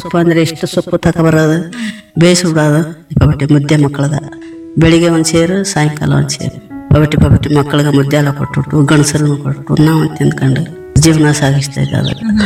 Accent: Karnataka, India; ನಮ್ಮದು ಇದೇ ದೇವನಾಡಿ ಅಂತ. ಇಲ್ಲೇ ನಾವು ಹುಟ್ಟಿ ಬೆಳೆದಾಗೆಲ್ಲ ಇದೇ ಊರು. ನಮ್ಮ ತಾಯಿ ಊರು, ನಮ್ಮ ತಂದೆ ಊರು ಮಚ್ಚೂರು. ನಾವು ಇಲ್ಲಿ ಮದುವೆ ಆಗಿರೋದು ಗಂಡನ ಮನೆ ಅಂತಾರೆ. ಇದೇ ಊರು ನಮ್ಮದು.

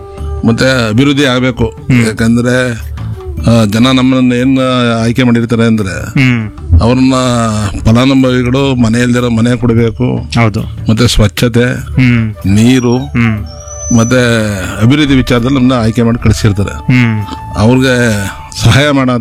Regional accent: Saragur, Karnataka, India; ಸರಗೂರಿನಲ್ಲೇ ನಿವಾಸಿ ಆಗಿರ್ತೇನೆ, 8ನೇ ವಾರ್ಡ್ ನಿವಾಸಿ ಆಗಿರ್ತೇನೆ.

